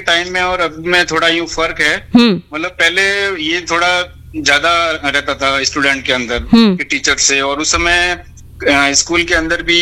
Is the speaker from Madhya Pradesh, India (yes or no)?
no; Jodhpur, Rajasthan, India; मैं राजस्थान से हूँ, जोधपुर का रहने वाला